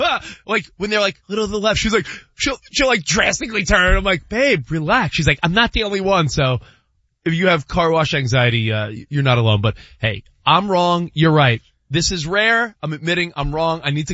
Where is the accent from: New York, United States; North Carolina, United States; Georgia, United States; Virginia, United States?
New York, United States; I feel like the New Yorker in me, because I'm born and raised in New York